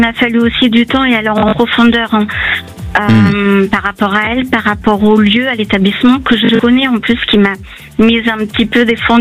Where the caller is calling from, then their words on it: South-West France, France; moi je réside dans le sud-ouest.